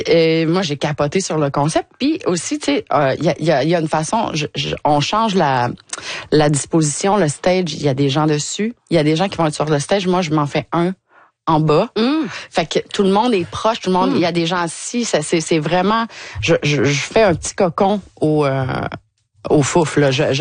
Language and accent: French; Quebec, Canada; born there; moved away; J'étais en Gaspésie.